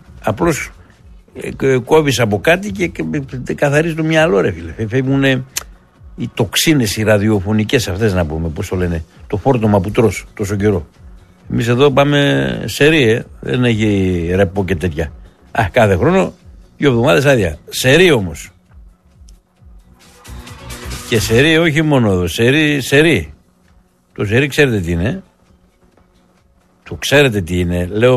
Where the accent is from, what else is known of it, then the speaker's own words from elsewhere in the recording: Thessaloniki, Central Macedonia, Greece; Εμείς από τη Θεσσαλονίκη πήγαμε πάνω στα βουνά να πάμε να φάμε ψάρια.